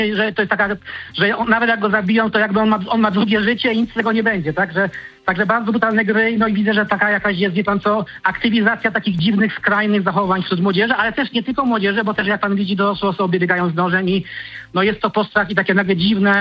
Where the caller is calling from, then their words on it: Nowy Sącz, Lesser Poland, Poland; bo dzwonię z Nowego Sącza.